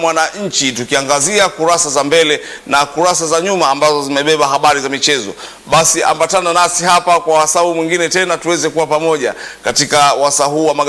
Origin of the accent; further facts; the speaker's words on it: Tanzania; Ah, sasa mimi ni Msukuma, siwezi nikajua hayo majina hayo.